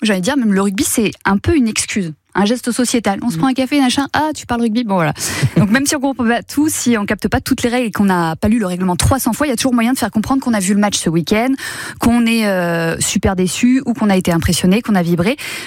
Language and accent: French; Toulouse, Occitanie, France; Surtout chez nous, à Toulouse